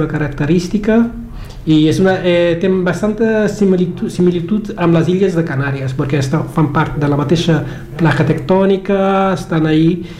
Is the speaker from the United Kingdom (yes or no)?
no; Mindelo, São Vicente, Cape Verde; moved away as an adult; now in Catalonia, Spain; Jo sóc de Sant Vicente, l'illa